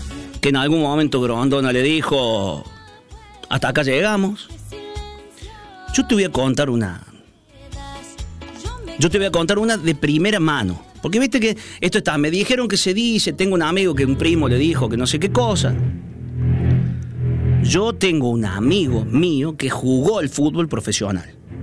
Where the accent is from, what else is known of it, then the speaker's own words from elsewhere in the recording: Argentina; Siempre somos los argentinos, somos un poco llorones también.